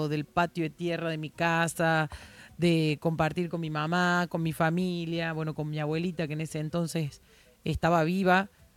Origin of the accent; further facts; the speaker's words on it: Salta, Argentina; accent: salteña tonada; now in Córdoba, Argentina; cuando me preguntan, digo, soy salteña, pero también soy cordobesa